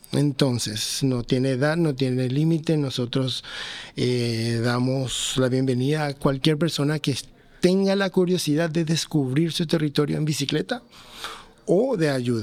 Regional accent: Paraguay; also born or lived in United States

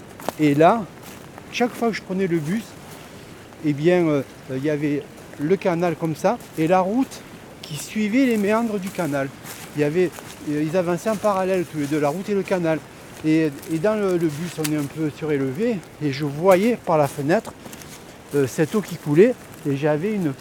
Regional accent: Miramas, Provence-Alpes-Côte d'Azur, France; Quand j'étais enfant, on habitait à Miramas et quelquefois on allait à Alens, dans le village de ma mère.

